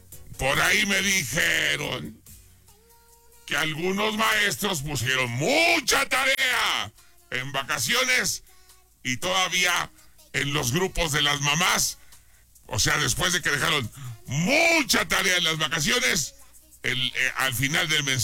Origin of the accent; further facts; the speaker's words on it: Guadalajara, Jalisco, Mexico; ¡A Guadalajara, mi tierra! ¡Qué bonita es mi tierra